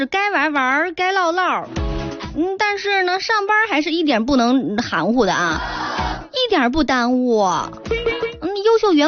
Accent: Yuncheng, Shanxi, China; 其实作为山西人

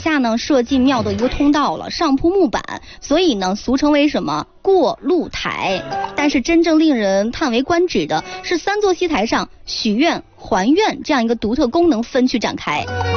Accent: China; 最让我们中国人引以为傲的

